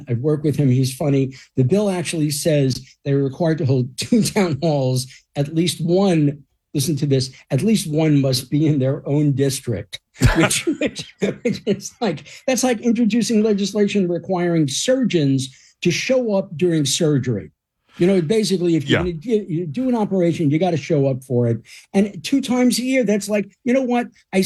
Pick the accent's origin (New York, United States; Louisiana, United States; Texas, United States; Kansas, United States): New York, United States; now in New Jersey, United States; But I'm born and raised in New York, but I'm proud that I live in New Jersey.